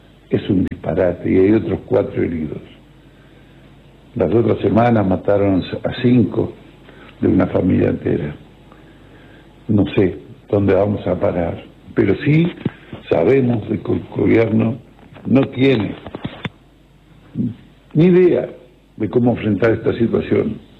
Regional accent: Uruguay; somos uruguayos.

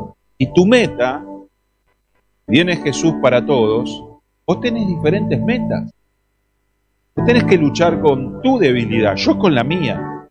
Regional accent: Argentina; moved away; que nosotros somos peleadores. Yo me di cuenta, hermano, viviendo afuera, el argentino quizá se curte desde chico.

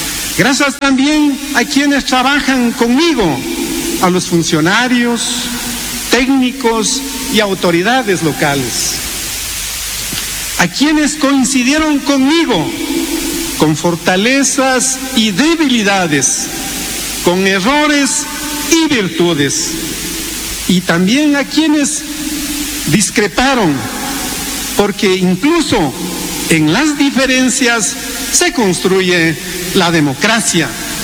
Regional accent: Salasaca, Tungurahua, Ecuador; Yo vengo de esa raíz, vengo del pueblo de Salasaca y particularmente de la comunidad y caserío Manzana Pamba Grande

